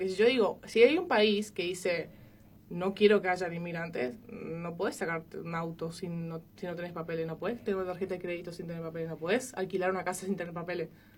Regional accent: Argentina

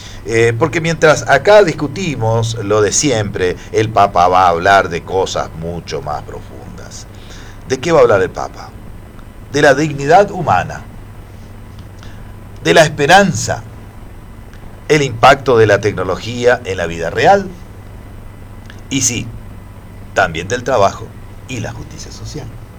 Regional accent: Argentina; como la Argentina, viste, que somos tan contradictorios

